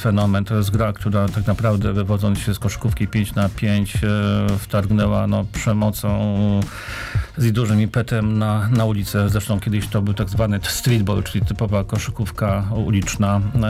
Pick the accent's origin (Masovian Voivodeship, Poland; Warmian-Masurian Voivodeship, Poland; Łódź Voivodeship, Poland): Masovian Voivodeship, Poland; Warsaw